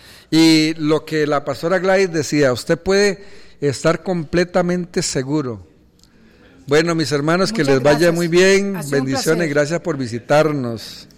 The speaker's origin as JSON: {"language": "Spanish", "town": "Aserrí", "region": "San José", "country": "Costa Rica", "said": "Desde la tierra de Acerrí le decía a Richard, mi tierra, ¿verdad?"}